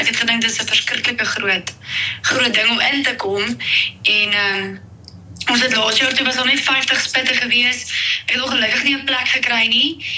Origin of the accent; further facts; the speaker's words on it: Klerksdorp, North West, South Africa; moved away as an adult; now in George, South Africa; ek kom oorspronklik van Klerksdorp van Noordwes. Ek het in 2022 kies het ek hier na toe getrek, George toe, om presies te wees. En toe het ek vir Stefan daar ontmoet en 2024 toe trek ek plaas toe.